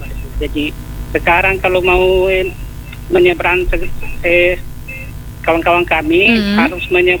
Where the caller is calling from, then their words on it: Ponre District, South Sulawesi, Indonesia; saya kan di Desa Patimpa, antara Dusun Boli.